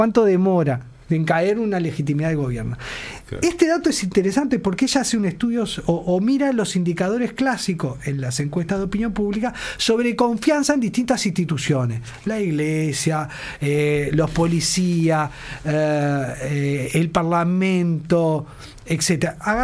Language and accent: Spanish; Uruguay; los uruguayos